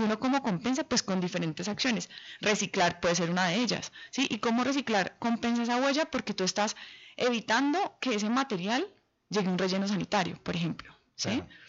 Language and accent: Spanish; Cali, Valle del Cauca, Colombia